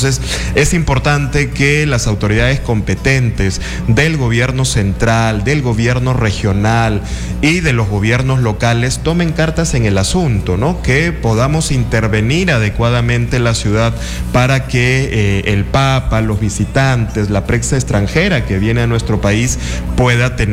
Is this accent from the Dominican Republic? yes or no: no; Piura, Peru; los piuranos somos los peruanos más cálidos, más alegres, ¿no? Más bonachones del país.